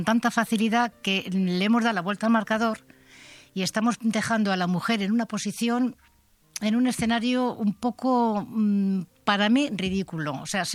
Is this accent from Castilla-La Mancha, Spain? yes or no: yes; Castilla-La Mancha, Spain; born or raised there